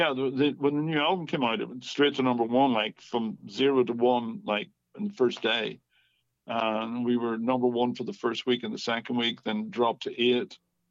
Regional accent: Ireland; moved away as an adult; also born or lived in Leeds, England / Germany; now in Los Angeles, United States; I was born in Ireland, brought up there, and then I moved to the north of England, to Leeds, where we formed the band. And after that, I moved to Germany

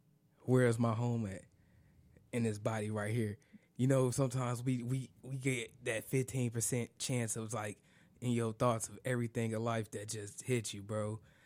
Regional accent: Champaign, Illinois, United States; I'm from Champaign, and I'm from two blocks of this park. I've been at this park growing up to live. That was like my second home.

